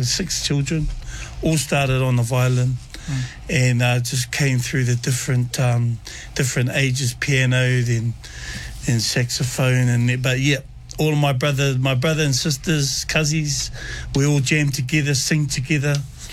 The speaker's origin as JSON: {"language": "English", "town": "Temple View", "region": "Waikato", "country": "New Zealand", "tie": "born or raised there", "also_born_or_lived": "Wairoa", "said": "And I grew up in Temple View, by the temple, yeah. My dad was a labour missionary, helped build the temple."}